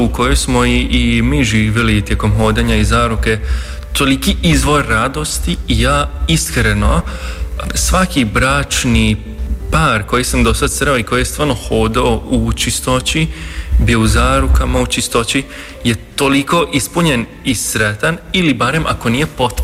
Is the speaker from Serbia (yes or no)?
yes; Vojvodina, Serbia; now in Croatia; ja sam Mađar iz Vojvodine.